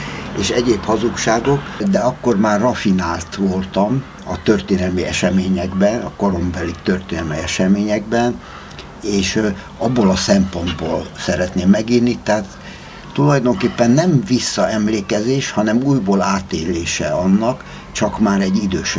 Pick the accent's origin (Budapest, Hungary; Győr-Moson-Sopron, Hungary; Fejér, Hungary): Budapest, Hungary; az anyai nagyapám, akik neveltek engem ott Teleki téren.